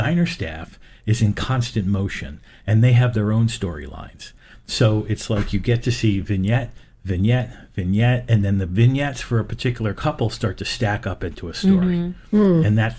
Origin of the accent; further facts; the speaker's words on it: Lawrenceville, New Jersey, United States; born there; when I graduated from high school, Notre Dame High School in Lawrenceville, I came here to Mercer County for a while